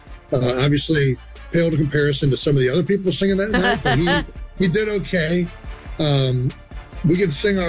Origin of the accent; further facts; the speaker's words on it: Cleveland, Ohio, United States; moved away; So we really love the area we grew up in Cleveland.